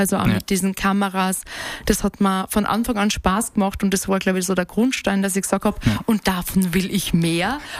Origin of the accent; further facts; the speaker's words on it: Styria, Austria; Ja, bei uns in der Steiermark ist so einiges üblich.